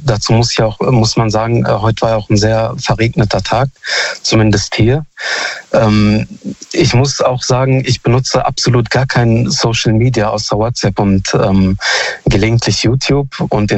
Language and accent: German; Hamm, North Rhine-Westphalia, Germany; Hallo Daniel … ich komme aus Hamm.